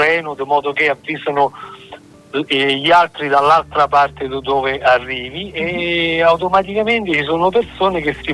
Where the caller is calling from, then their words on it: Sora, Lazio, Italy; io sono partito da Sora, qui in provincia di Frosinone